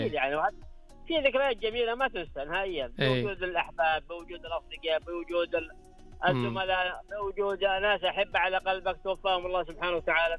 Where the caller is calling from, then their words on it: Jazan Province, Saudi Arabia; من جيزان.